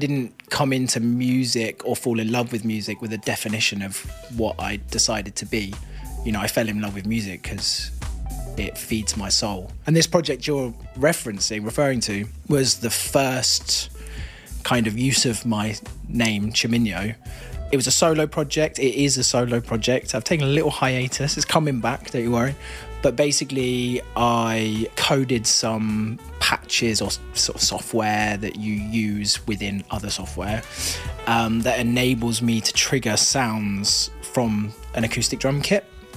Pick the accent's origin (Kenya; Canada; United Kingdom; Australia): United Kingdom; South East England; moved away as an adult; now in London, United Kingdom; I grew up in the New Forest. It's not a jazz scene in the New Forest. So I never had a jazz lesson. Yeah, I moved to London when I was 19.